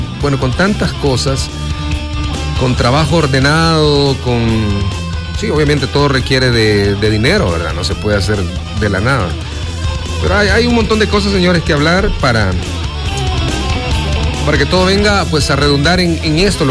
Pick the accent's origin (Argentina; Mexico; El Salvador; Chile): El Salvador